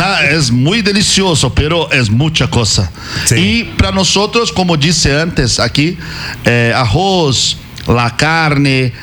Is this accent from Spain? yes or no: no; Brazil; Spanish is a second language; now in Ecuador; para nosotros brasileños es un almuerzo